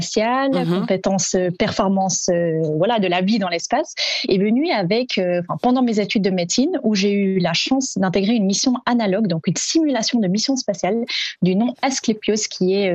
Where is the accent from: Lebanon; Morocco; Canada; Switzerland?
Switzerland; Vaud; now in Toulouse, France; Alors la Suisse, c'est mon pays natal. Je suis née et j'ai grandi en Suisse, dans le canton de Vaud.